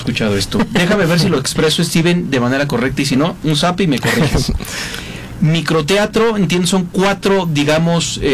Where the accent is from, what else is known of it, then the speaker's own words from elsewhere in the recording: Morelia, Michoacán, Mexico; un lugar emblemático para los y las personas que somos de Morelia.